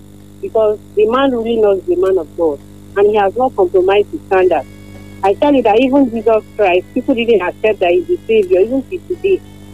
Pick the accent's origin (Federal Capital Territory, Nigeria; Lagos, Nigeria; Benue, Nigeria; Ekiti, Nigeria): Benue, Nigeria; I grew up in Benue. I was 4 when I came to Benue. Today I'm 46.